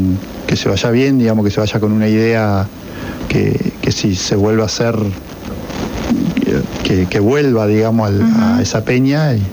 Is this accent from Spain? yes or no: no; La Paz, Entre Ríos, Argentina; moved away as an adult; now in Paraná, Argentina; Nacidos en Paraná. Originariamente soy de La Paz.